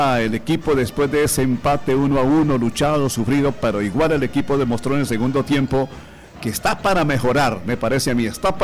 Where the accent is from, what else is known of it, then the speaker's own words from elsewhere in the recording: Durania, Norte de Santander, Colombia; en la cancha de mi pueblito, el pueblito más lindo del mundo, en Durania